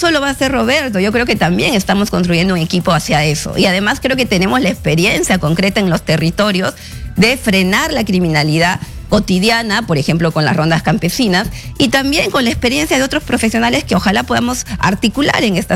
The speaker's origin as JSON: {"language": "Spanish", "country": "Peru", "lives_now": "Lima, Peru", "said": "el gran desafío que tenemos como peruanos, sobre todo los que vivimos en Lima, en las grandes ciudades"}